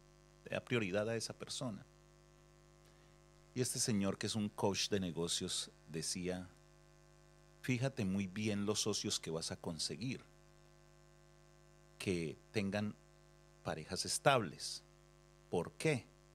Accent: Cartago, Valle del Cauca, Colombia; él era de mi tierra, de Cartago Valle, Colombia

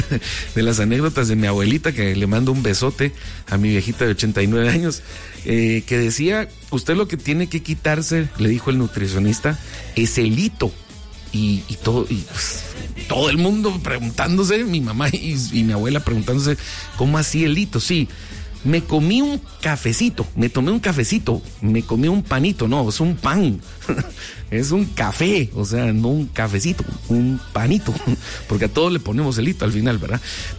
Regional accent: Guatemala; nosotros como chapines

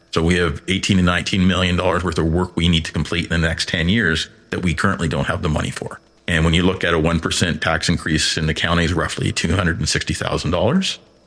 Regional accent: North Bay, Ontario, Canada; born and raised in North Bay. My dad was in the Air Force, was stationed there in the late 60s, and we were his last posting on the youngest of five. So that's where I grew up. It was a great place to grow up.

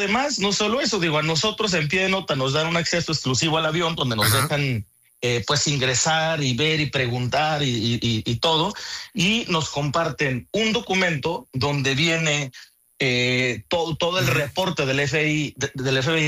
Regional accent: Mexico; Yo tengo mi terruño pues, sí, acá del otro, en una esquina de México.

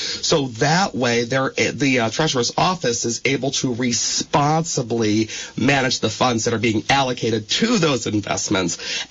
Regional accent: Rutland, Vermont, United States; My very first one was recorded at Peg TV of Rutland City, of all places, my hometown of Rutland County.

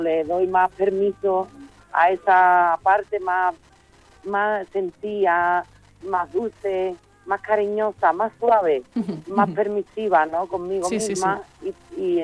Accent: Sanlúcar de Barrameda, Andalusia, Spain

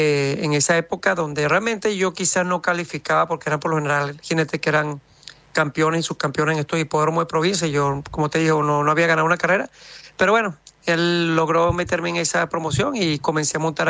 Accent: Venezuela; Bueno, mi carrera comenzó en mi tierra natal, Venezuela, cuando yo era muy joven. Yo tenía aproximadamente 13 años de edad

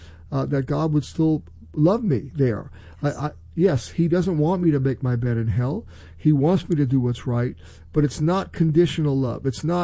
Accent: United States; as an American Christian

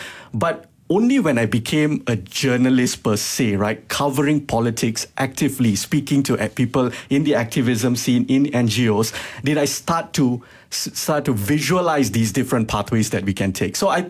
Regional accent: Johor Bahru, Johor, Malaysia; moved away as an adult; So like for me personally, I grew up in Johor Bahru.

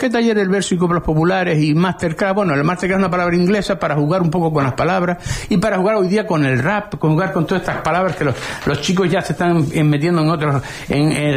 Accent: Arrecife, Canary Islands, Spain; also born or lived in La Tiñosa; yo empecé desde niño viviendo, me trasladé de La Tiñosa a Arrecife, y creo que tengo, por lo menos yo mismo, me tengo un compromiso moral con Arrecife.

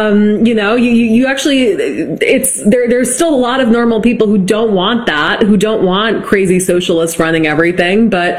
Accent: Massachusetts, United States; I mean, I'm from Massachusetts, which actually does have very good scho

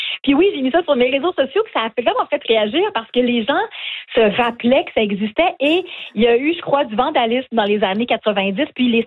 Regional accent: Quebec, Canada; Je me sens dans mon patelin, pas très loin de chez moi, d'où je viens, de la Gaspésie, de la baie des Chaleurs.

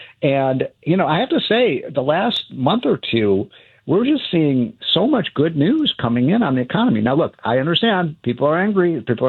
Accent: Chicago, Illinois, United States; I love America's great cities. You know, I'm from Chicago.

